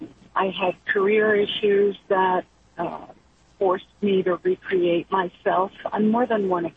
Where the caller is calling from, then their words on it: Westchester County, New York, United States; We're really from Westchester County, New York